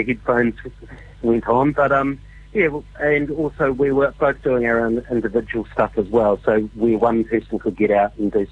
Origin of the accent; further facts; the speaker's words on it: Dunedin, Otago, New Zealand; moved away as an adult; also born or lived in Auckland; I was living in Auckland at the time. I'm originally from Te Pōti, Dunedin, where we are based now, but I was living in Auckland